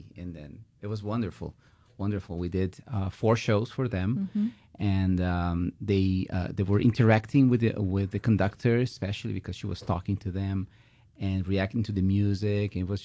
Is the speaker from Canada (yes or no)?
no; Brazil; moved away; I grew up, I'm also from Brazil like Roberto